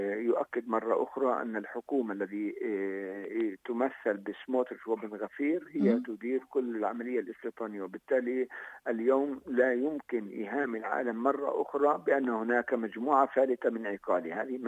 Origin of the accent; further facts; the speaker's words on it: Palestine; الظرف الذي نعيشه كفلسطينيين